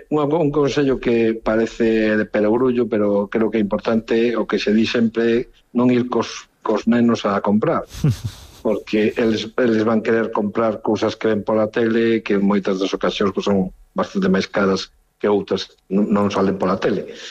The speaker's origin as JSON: {"language": "Galician", "town": "Lugo", "region": "Galicia", "country": "Spain"}